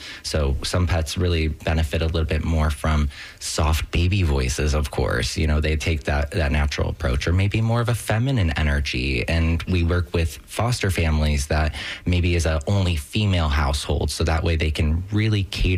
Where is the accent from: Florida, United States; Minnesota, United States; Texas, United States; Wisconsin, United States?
Florida, United States; St. Petersburg; now in Lutz, United States; I was raised in St. Pete, you know, and I moved back home about 2021, and I just couldn't afford to move back to St. Pete at that time. So I was fortunate enough, though, to obviously stay within the Tampa Bay area, and I've been very, very much enjoying where we are at in Lutz.